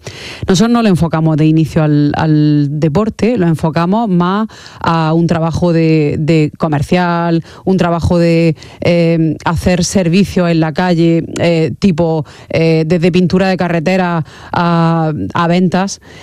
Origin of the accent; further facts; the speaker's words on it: Almería, Andalusia, Spain; nosotros somos de Almería